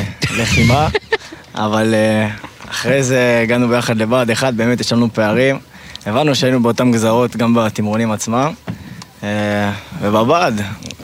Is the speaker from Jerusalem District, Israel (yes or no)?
no; Tel Aviv, Tel Aviv District, Israel; אני מתל אביב, התגייסתי בנוב 23.